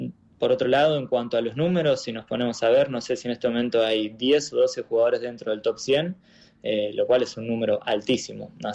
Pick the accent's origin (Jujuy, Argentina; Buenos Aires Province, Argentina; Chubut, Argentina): Chubut, Argentina; Trelew; moved away; soy argentino y puntualmente de Trelew. Tengo un orgullo muy grande por eso.